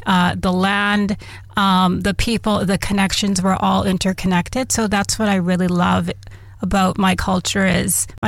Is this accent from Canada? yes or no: yes; Driftpile, Alberta, Canada; So my mom is from Driftpile in Treaty 8 territory. So I grew up kind of in the Driftpile, Swan River area, First Nation.